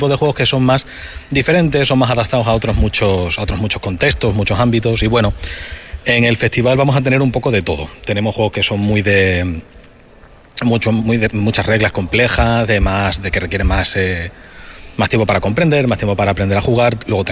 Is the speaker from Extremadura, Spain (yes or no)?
yes; Badajoz, Extremadura, Spain; somos de aquí de Badajoz